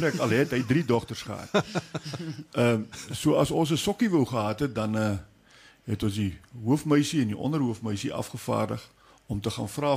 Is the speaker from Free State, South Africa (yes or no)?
no; Loxton, Northern Cape, South Africa; also born or lived in Pretoria West; My pa is hier, het hier groot geraak. Ek is gebore in Pretoria West en ek het hier groot geraak. Ja. Ek is bevoorreg om 'n paar kleinseuns al te hê. So hulle is al die vyfde geslag wat hier in Loxton bly.